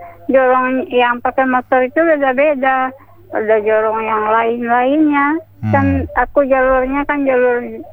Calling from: West Sumatra, Indonesia; Solo Batipuh bawah

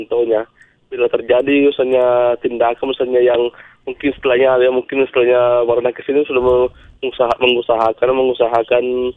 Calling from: Sulawesi, Indonesia; saya orang Sulawesi, walaupun saya bukan orang Sulawesi Utara ya, walaupun bukan orang Minahasa

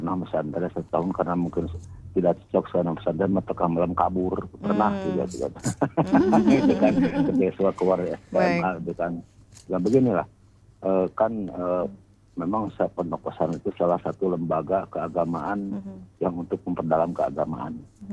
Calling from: Bandung, West Java, Indonesia; Ya, saya dari Bandung Timur ya.

